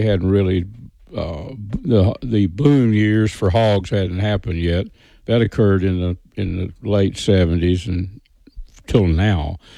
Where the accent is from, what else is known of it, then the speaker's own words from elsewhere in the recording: Red River County, Texas, United States; I was raised up in Red River County in the Dimple community, north of Clarksville.